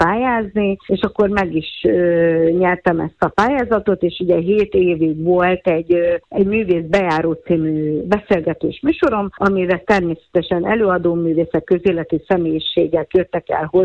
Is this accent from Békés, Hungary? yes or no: yes; Békés, Hungary; moved away; Békésen nőttem föl